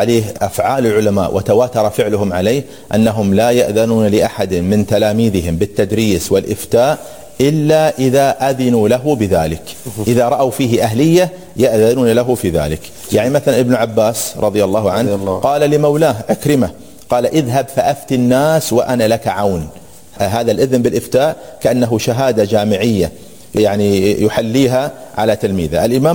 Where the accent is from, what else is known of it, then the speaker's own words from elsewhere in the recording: Saudi Arabia; عندنا في السعودية